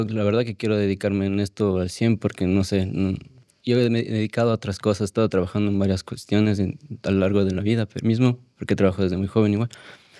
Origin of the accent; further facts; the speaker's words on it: Ecuador; moved away; yo salí de Ecuador con un objetivo también claro, porque salí hace 2 años